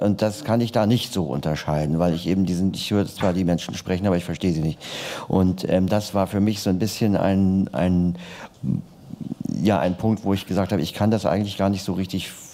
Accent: Hamburg, Germany; wenn ich in Hamburg jemanden, ich komme aus Hamburg, wenn ich da ein Radiointerview höre

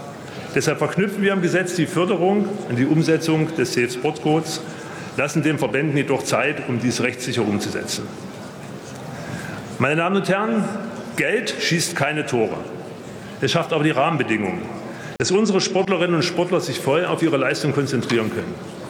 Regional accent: Leipzig, Saxony, Germany; als stolzer Leipziger

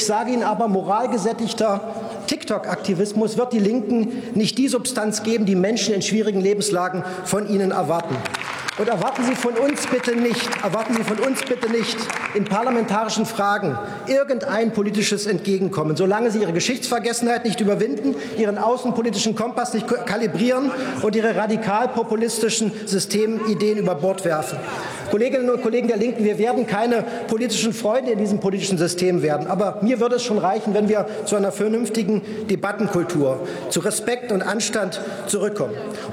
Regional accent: Thuringia, Germany; mitten durch meine Heimat, das Eichsfeld.

